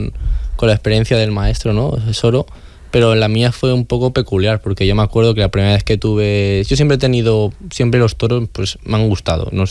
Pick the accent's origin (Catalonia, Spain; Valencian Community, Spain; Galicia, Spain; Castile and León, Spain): Valencian Community, Spain; Mislata; Yo soy de Mislata y la verdad que ahí en Mislata es cierto que tampoco el Bou al Carrer es algo tan...